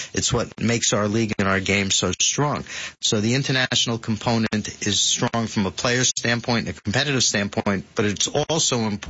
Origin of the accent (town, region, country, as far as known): New York, United States; born or raised there